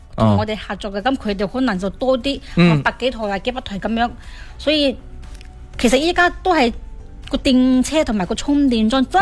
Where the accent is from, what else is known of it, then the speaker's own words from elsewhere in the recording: Meizhou, Guangdong, China; now in Foshan, China; 佢如果系由佛山呢度翻到我乡下